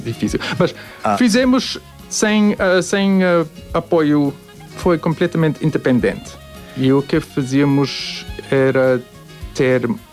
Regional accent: Cape Town, Western Cape, South Africa; now in Porto, Portugal; Eu acho a temperatura aqui no Porto muito, muito agradável, mas porque eu vim da Cidade do Cabo.

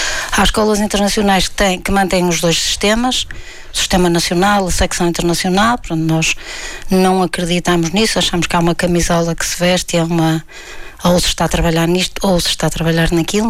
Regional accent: Braga, Norte, Portugal; Eu que sempre vivi na cidade onde nasci, etc., e aqui estudei também na Universidade do Minho

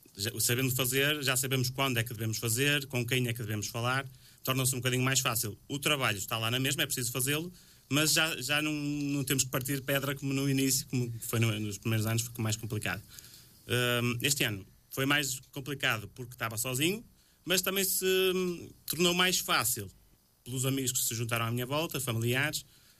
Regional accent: Portugal; moved away; no fim de semana estou quase sempre pela minha terra

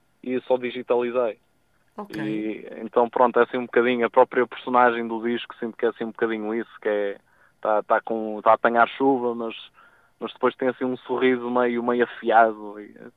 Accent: Machico, Madeira, Portugal; also born or lived in Ireland; now in Porto, Portugal; a minha terra em Machico, apesar de ser na Madeira, tipo, é uma zona que até tem muitas montanhas, tipo, tem muitas nuvens e muito vento e chuva. E depois fui para a Irlanda

